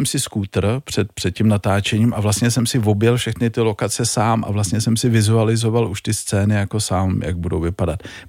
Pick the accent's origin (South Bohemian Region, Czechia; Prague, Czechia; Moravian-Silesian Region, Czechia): Prague, Czechia; já jsem jako Pražák, narodil jsem se v Praze